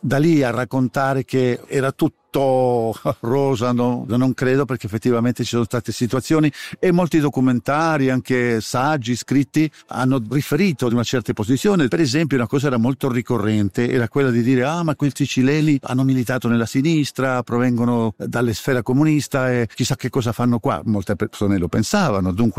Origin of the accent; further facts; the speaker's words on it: Chile; Italian is a second language; moved away; Ciò che io ho vissuto come cileno, come rifugiato, come simpatizzante al governo d'Allende